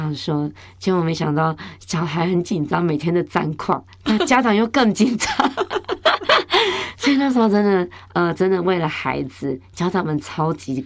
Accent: southern Taiwan, Taiwan; 因为我是南部，我是客家人，所以我们就报名了客语组。

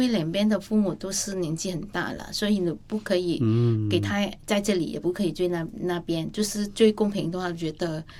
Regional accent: Vietnam; 我说不是、我是从越南来的。

